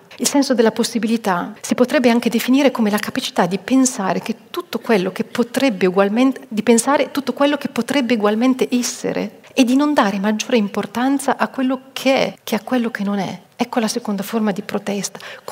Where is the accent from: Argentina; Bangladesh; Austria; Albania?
Austria; Vienna; e faccio riferimento a un autore, vengo da Vienna, un autore austriaco, uno dei più grandi autori austriaci